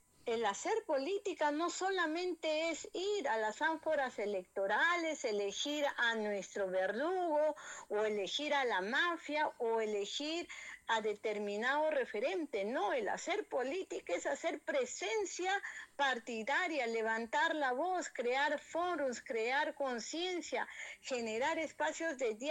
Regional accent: Peru; Porque somos nosotros los peruanos en el extranjero que tenemos mayor posibilidad y libertad

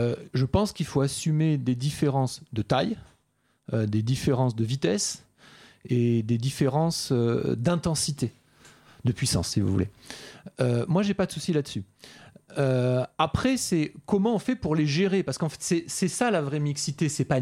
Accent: Toulouse, Occitanie, France; now in Paris, France; moi je suis toulousain

